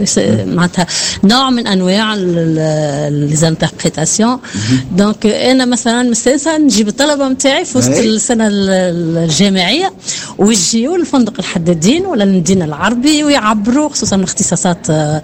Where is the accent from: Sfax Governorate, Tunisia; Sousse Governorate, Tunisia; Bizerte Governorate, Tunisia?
Sfax Governorate, Tunisia; Sfax; ترعرعت في مدينة صفاقس